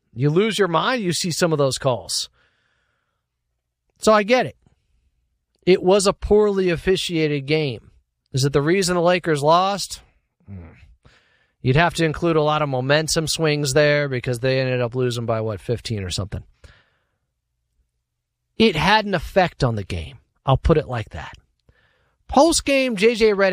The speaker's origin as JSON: {"language": "English", "town": "Sacramento", "region": "California", "country": "United States", "said": "Number one, as I mentioned, I'm from Sactown."}